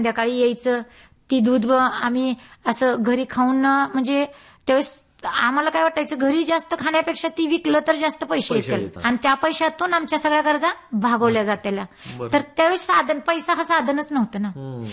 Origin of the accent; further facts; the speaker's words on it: Ashti, Maharashtra, India; माझं लहानपण आष्टी रंगारेची आष्टी माझं माहेर आहे, तालुका मोहोळ जिल्हा सोलापूर.